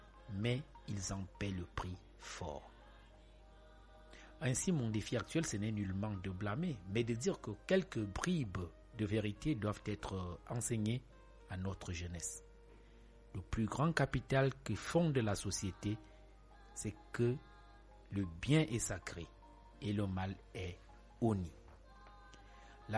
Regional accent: Cameroon; Tout est objet chez nous au Cameroun.

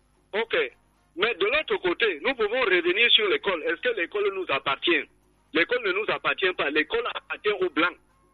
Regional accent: Bokito, Centre, Cameroon; Moi qui vous parlais là, je suis Yambassa de Bokito.

